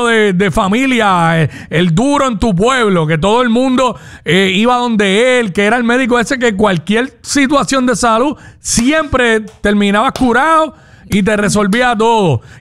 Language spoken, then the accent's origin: Spanish; Cabo Rojo, Puerto Rico; Los que son de mi pueblo, de Cabo Rojo